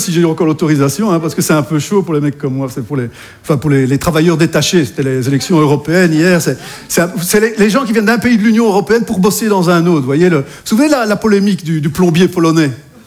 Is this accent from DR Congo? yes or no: no; Belgium; now in France; je suis belge, j'habite en France et j'ai été dépucelé en Espagne par une Anglaise.